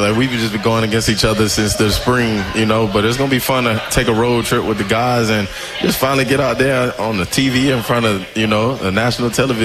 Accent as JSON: {"language": "English", "region": "Louisiana", "country": "United States", "said": "I'm from Louisiana."}